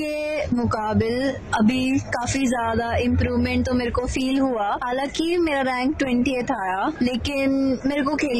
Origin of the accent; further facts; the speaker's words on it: Haryana, India; Hello Akashvani listeners … मैं हरियाणा से हूँ और मेरी एज 18 ईयर है।